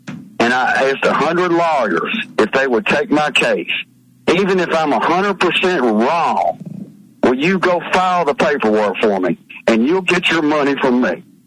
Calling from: Mississippi, United States; from Mississippi.

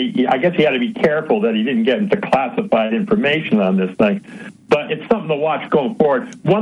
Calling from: New York, United States; Still in New York.

